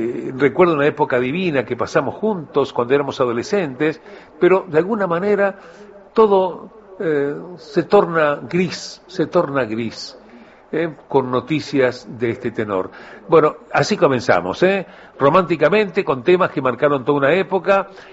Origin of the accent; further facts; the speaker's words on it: Uruguay; A mí me preocupa mucho como uruguayo, como ciudadano, como gente que vive en este país